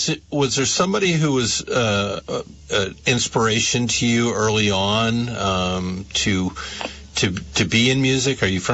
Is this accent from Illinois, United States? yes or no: no; St. Albans, Vermont, United States; And St. Albans, Vermont, my hometown, we got to hear you, and it was such a pleasure.